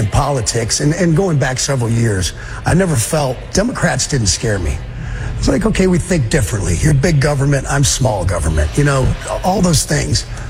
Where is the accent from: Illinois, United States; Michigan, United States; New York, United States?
Michigan, United States; Dearborn; born there; Well, number one, I was born in Dearborn, Michigan. So was my father, raised there. My grandfather raised him there.